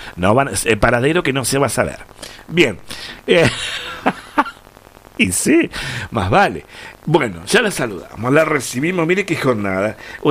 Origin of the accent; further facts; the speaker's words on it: Argentina; somos así los argentinos